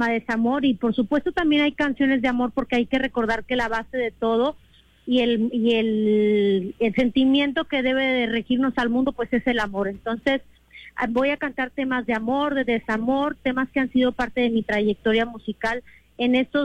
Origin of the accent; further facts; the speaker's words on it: Mexico; como buenos mexicanos, no puede faltar el mariachi para celebrar.